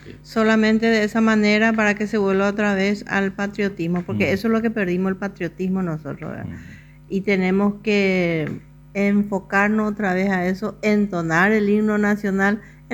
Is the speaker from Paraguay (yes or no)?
yes; Paraguay; nosotros no somos argentinos